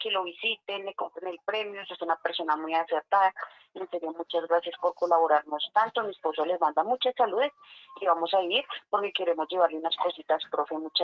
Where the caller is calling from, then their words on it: La Capilla, Boyacá, Colombia; Desde La Capilla, profe, acá en Boyacá